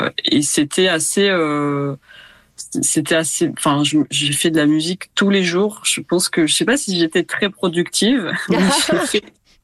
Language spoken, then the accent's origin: French; Ramatuelle, Provence-Alpes-Côte d'Azur, France; En fait, j'ai un lien assez fort avec Ramatuel, donc là où j'ai grandi, parce que toute ma famille est là.